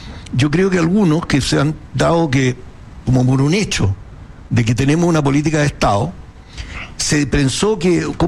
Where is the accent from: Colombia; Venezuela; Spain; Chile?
Chile; Tenemos relaciones estupendas con nuestro país.